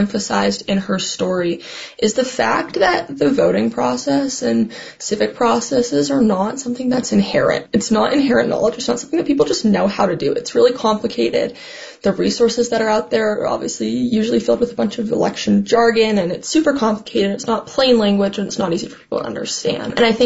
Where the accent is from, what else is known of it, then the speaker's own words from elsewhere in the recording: Colorado, United States; also born or lived in Vancouver, Canada; It's really interesting for me, especially because I've grown up here. I've lived in Colorado my whole life.